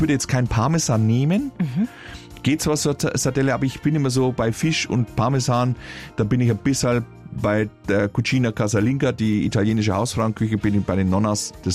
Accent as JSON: {"language": "German", "region": "Franconia", "country": "Germany", "said": "weil ich sie als Franke nicht aussprechen kann"}